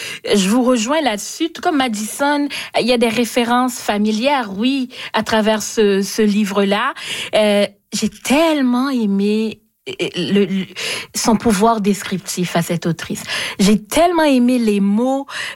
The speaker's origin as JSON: {"language": "French", "country": "Haiti", "said": "parce que moi, même si je viens d'Haïti, je le connais, l'auteur"}